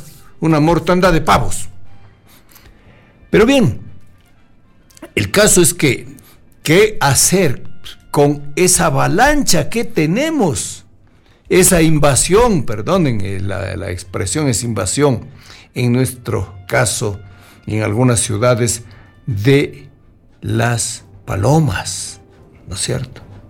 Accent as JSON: {"language": "Spanish", "town": "Riobamba", "region": "Chimborazo", "country": "Ecuador", "tie": "born or raised there", "moved": "yes", "lives_now": "Quito, Ecuador", "said": "Antes de que yo saliera de mi tierra natal, la provincia de Chimborazo, ciudad de Riobamba, y de allí una parroquia rural, San Juan, a la ciudad capital"}